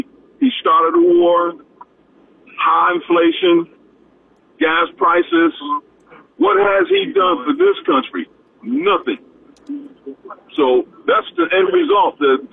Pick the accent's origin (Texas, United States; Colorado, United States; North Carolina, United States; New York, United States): North Carolina, United States; Charlotte; man. I'm from Charlotte.